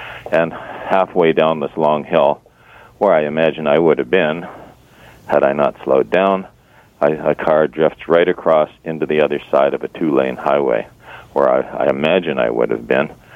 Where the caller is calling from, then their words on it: Toronto, Ontario, Canada